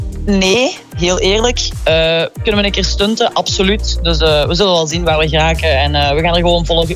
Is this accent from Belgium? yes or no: yes; Belgium; we zijn Belgen.